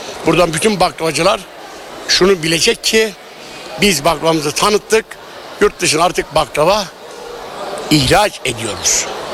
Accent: Istanbul, Turkey; also born or lived in Gaziantep; Gaziantep'liyim, yemeğin başkentinden İstanbul'a gittim. İstanbul'da yetiştim, iyi ustaların yanında çalıştım.

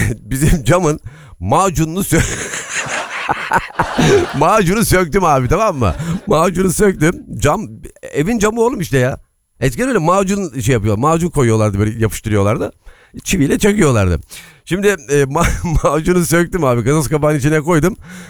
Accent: Istanbul, Turkey; Şimdi ben Aksaray Yeni Kapı'da doğup büyüdüm. Tren istasyonu bize çok yakındı.

